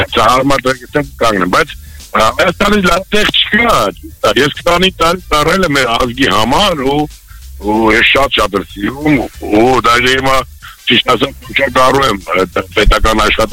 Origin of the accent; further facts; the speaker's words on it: Yerevan, Armenia; բայց Հայաստանը դեռ չկա, ես ինքս Երևանից եմ